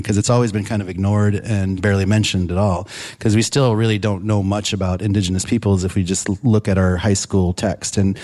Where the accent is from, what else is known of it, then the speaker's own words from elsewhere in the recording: the Dakotas, United States; born there; I was born in the Dakotas, but we had tribes that were doing corn culture way up there too.